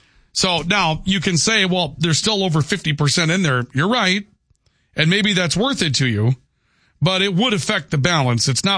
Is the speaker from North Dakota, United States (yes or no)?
yes; Valley City, North Dakota, United States; I'm from Valley City